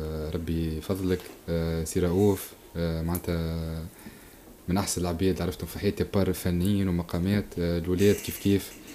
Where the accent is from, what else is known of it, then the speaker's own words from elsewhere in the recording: Tunisia; احنا اليوم ولاد تونس، جوست احنا اليوم نعرفوا بمنطقتنا، نعرفوا بلاوياتنا، اما احنا ولاد تونس وترابنا عزيزة